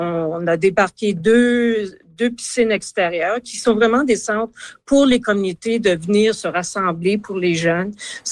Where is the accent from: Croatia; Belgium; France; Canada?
Canada; Winnipeg, Manitoba; Oui, j'habite à Saint-Boniface.